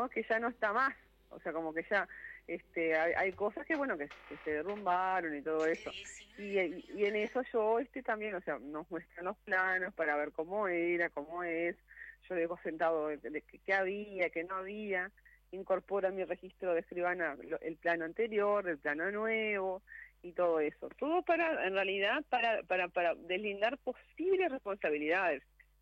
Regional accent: Montevideo, Uruguay; born there; also born or lived in Tranqueras; Yo soy nacida en Montevideo, pero una época de mi adolescencia, yo no sé si te conté, Fabricio, yo vivía acá en Tranqueras, viví unos años en Tranqueras.

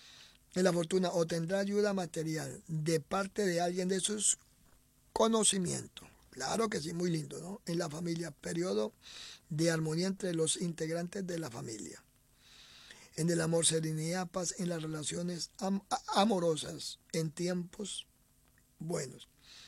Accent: Tacuarembó, Uruguay; Me quiero ir por de mis padres. Yo soy de Tacuarembó. Él me tiene acá a mí, en el campo, en una distancia.

